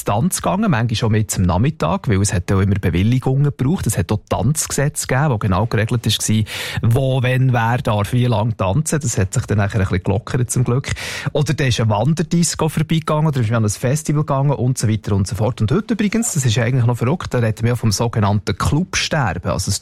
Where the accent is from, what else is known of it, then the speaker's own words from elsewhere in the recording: Bern, Switzerland; ich bin auf dem Land aufgewachsen, im Gürbental, oder? Da ist jetzt genau gar nichts los gewesen. Also auch in meinem Dorf, so am Abend in der Nacht, also ist man halt auch beim nächsten grösseren Nachbardorf, zu Belp.